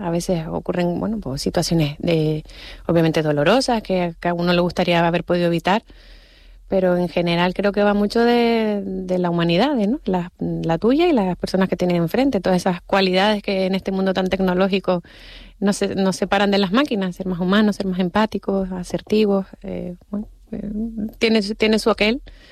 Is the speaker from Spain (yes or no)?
yes; Canary Islands, Spain; yo amo mi tierra, la llevo siempre por bandera, me encanta, y me permitió conocer muy bien nuestra isla